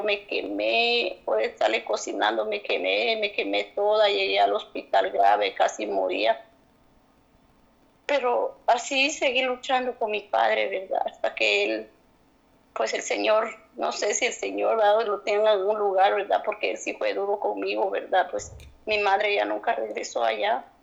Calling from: Boca del Monte, Guatemala Department, Guatemala; Yo vivo en Boca del Monte, hermano.

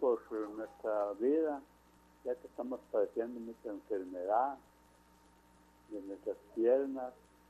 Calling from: San Vicente Pacaya, Escuintla, Guatemala; Aquí estoy llamando de San Vicente Pacaya.

